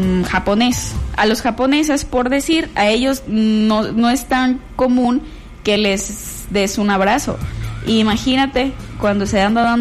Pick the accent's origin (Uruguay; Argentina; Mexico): Mexico; como los mexicanos somos súper así de pasión